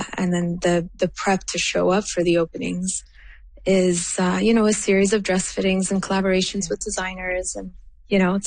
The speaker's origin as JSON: {"language": "English", "country": "Canada", "said": "as a Palestinian and also as a Canadian"}